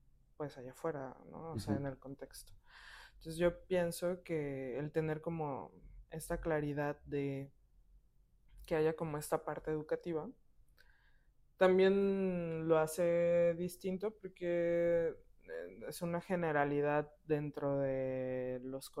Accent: Tijuana, Baja California, Mexico; yo conozco Tijuana, porque pues yo soy de Tijuana

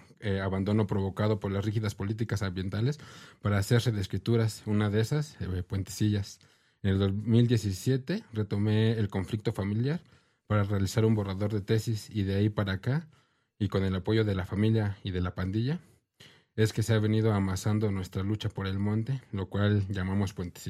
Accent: Hidalgo, Mexico; also born or lived in Tijuana; Y aunque nuestros padres son de Hidalgo, algunos de nosotros nacimos en Tijuana, pero eso nomás fue el nacimiento. Ha sido acá en Hidalgo donde hemos venido brotando y echando raíz.

